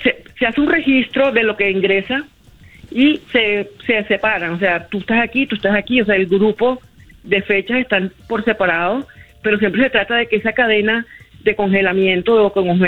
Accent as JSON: {"language": "Spanish", "region": "Caribbean coast", "country": "Colombia", "said": "como costeña, cocinera costeña"}